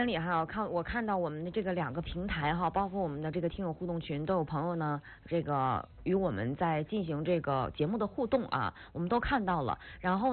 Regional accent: Northeast China, China; 我们东北人啊

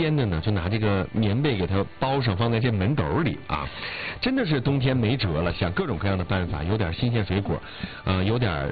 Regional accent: Northeast China, China; 我们东北人

